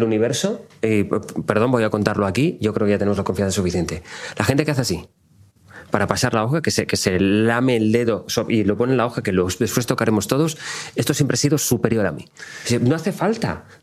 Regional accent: Valencia, Valencian Community, Spain; Que soy de Valencia.

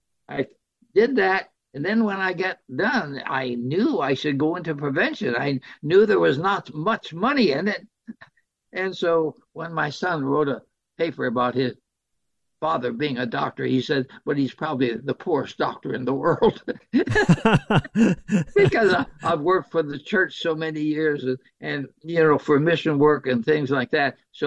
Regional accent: China; But the reason I got into this public health business was my bringing up in China. I grew up in China

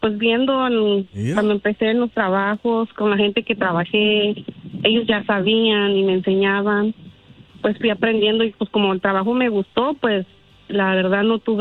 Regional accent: Guanajuato, Mexico; now in Indiana, United States; Sí, soy de Guanajuato, perdón, y radico en Indiana.

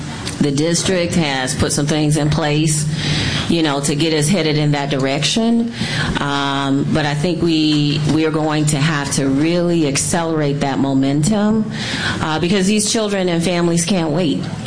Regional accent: Detroit, Michigan, United States; You know, I grew up in Southwest Detroit, which I always say is like a little small town near Ecorse and River Rouge.

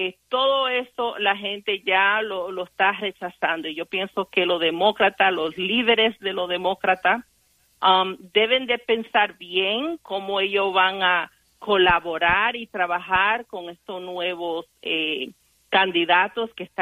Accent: Dominican Republic; yo voy a decir personalmente como dominicana, Me da vergüenza de oír mucha de las críticas

